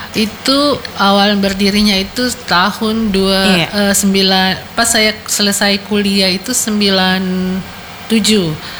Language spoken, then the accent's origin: Indonesian; Gorontalo, Indonesia; born there; moved away; saya kan kelahiran Gorontalo.